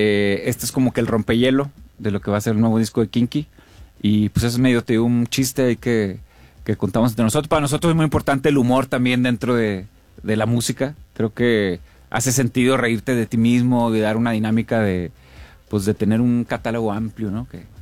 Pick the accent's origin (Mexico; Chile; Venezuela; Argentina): Mexico; Monterrey, Nuevo León; born or raised there